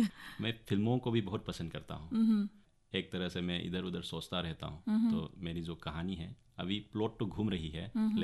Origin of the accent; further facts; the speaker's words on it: Manipur, India; मैं खाबा मनिंग लाइकाई से हूँ, पीओ मंत्री पुखरी